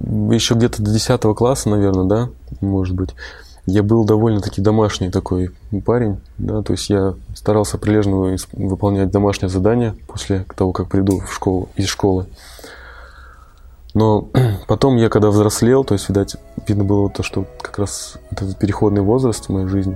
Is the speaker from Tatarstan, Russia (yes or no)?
yes; Naberezhnye Chelny, Tatarstan, Russia; born there; also born or lived in Yakutia; в тот момент мы жили в Якутии, сам я вообще из Татарстана, из города Набережной Челны